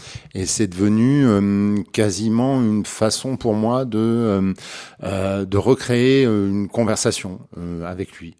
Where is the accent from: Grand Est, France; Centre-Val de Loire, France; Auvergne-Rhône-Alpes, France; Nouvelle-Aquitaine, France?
Auvergne-Rhône-Alpes, France; nous sommes des taiseux, hein, on est des Auvergnats, de la campagne, de la montagne